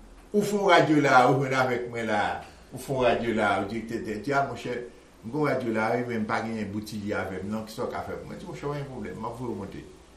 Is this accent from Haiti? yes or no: yes; Haiti; Je suis haïtien, je suis tout haïtien.